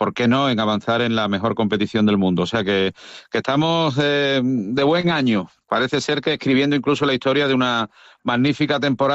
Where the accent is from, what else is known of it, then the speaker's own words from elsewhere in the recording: Andalusia, Spain; que los andaluces lo somos mucho